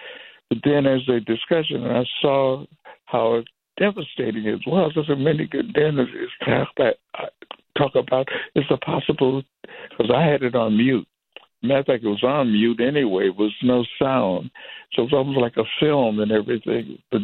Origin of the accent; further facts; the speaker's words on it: Detroit, Michigan, United States; growing up in Motown